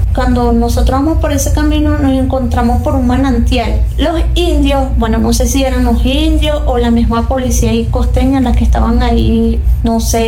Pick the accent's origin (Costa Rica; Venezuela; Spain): Venezuela; Yo le dije, no, él es mi hermano, nosotros somos venezolanos.